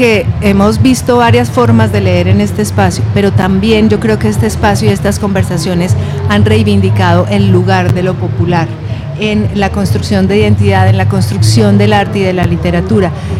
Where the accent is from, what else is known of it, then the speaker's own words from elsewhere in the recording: Popayán, Cauca, Colombia; now in Medellín, Colombia; soy de una, también soy cerquita de usted, yo soy de Popayán.